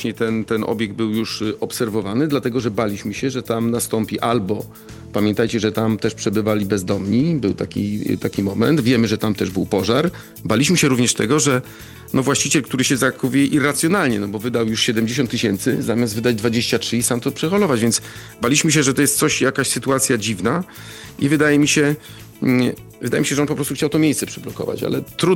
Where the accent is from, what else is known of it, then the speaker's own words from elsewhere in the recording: Szczecin, West Pomeranian Voivodeship, Poland; jako szczecinianin